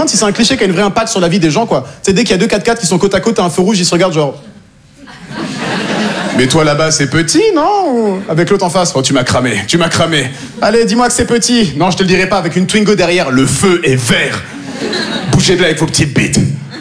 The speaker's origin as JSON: {"language": "French", "region": "Normandy", "country": "France", "tie": "born there", "said": "Tu me demandes, tu viens d'où? Je te réponds honnêtement. Moi, je suis né en Normandie."}